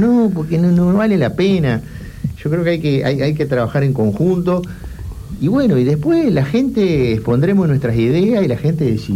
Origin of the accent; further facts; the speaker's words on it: Cerro Largo, Uruguay; moved away; vamos a estar pronto de nuevo por Cerro Largo. Bien. Me queda la visita a mi pueblo natal.